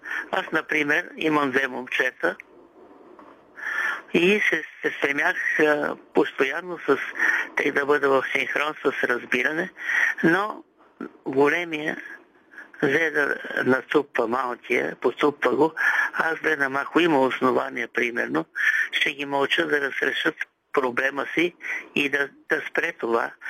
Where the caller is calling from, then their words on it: Vratsa, Vratsa Province, Bulgaria; от Враца.